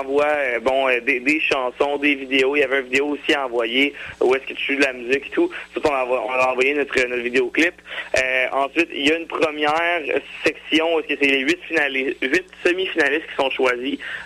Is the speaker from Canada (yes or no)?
yes; Quebec, Canada; à cause qu'on est Québécois.